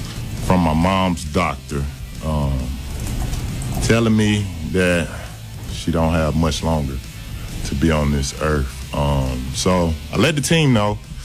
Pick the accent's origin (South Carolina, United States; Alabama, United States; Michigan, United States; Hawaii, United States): Alabama, United States; So I'm originally from Alabama, if you guys know. So this is like home.